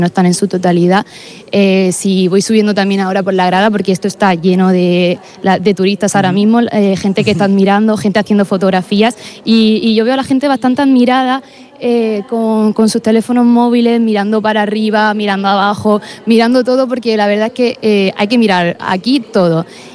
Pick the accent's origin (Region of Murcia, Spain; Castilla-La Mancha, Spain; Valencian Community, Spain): Region of Murcia, Spain; Cieza; que soy de Cieza, lo sabéis, ayer hizo mucho calor en Cieza